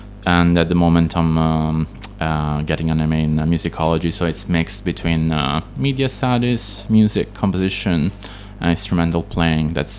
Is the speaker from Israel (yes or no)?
no; Southern Italy, Italy; English is a second language; now in Palermo, Italy; I'm also Italian. I live in the other big island in the Mediterranean, in Sicily, and live in the capital, let's say, of the island, Palermo. And I'm originally from another small region of the south, southern Italy